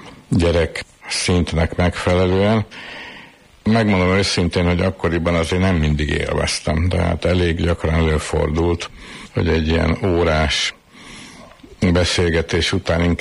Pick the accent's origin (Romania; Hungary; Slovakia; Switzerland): Hungary; Budapest; Rákoshegyen nőttünk föl